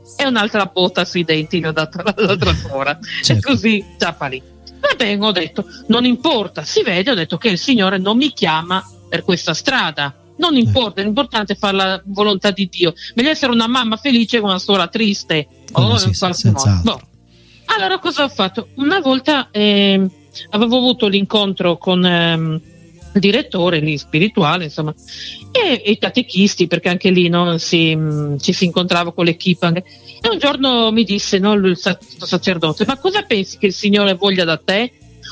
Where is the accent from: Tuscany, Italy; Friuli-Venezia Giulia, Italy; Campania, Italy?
Friuli-Venezia Giulia, Italy; Pordenone; Mia mamma andava a chiedere anche una volta anche all'oculista lì a Pordenone, perché sono originario di Pordenone, no?